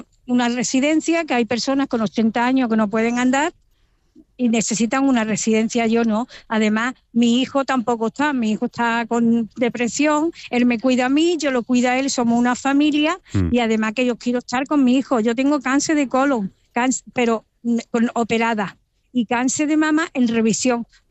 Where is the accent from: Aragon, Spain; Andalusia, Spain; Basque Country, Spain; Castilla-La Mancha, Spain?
Andalusia, Spain; Málaga; soy una malagueña de pura cepa.